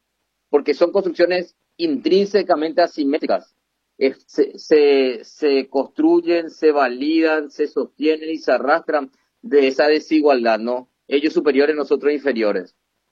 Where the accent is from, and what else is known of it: Paraguay